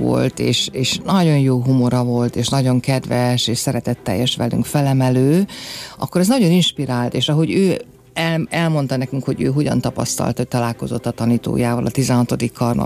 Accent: Oradea, Bihor, Romania; Nagyon fiatal voltam, én Erdélyből számozok, nagyváradi lány vagyok

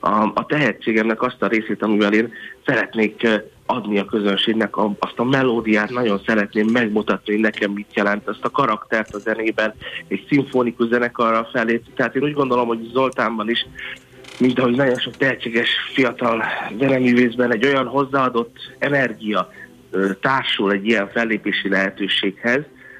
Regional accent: Hungary; milyen nagy büszkeség nekünk magyarként

